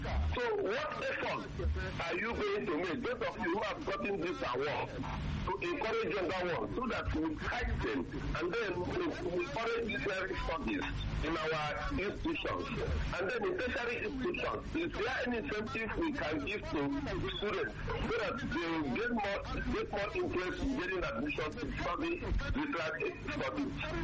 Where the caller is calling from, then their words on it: Enugu State, Nigeria; I'm calling from Wele Enugu State.